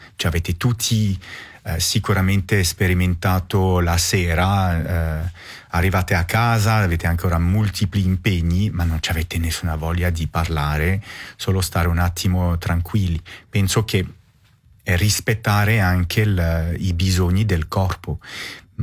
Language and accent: Italian; Romandy, Switzerland; first language French; Italian is a second language; Essendo svizzero francese, francofono